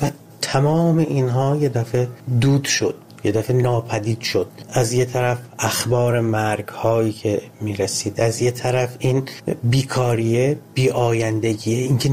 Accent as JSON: {"language": "Persian", "town": "Ahvaz", "region": "Khuzestan", "country": "Iran", "tie": "born or raised there", "said": "من کودکیمو توی جنگ گذروندم، اهواز، و در تمام طول 8 سال جنگ من با این سیر افزایشی بمباران‌ها بزرگ می‌شدم."}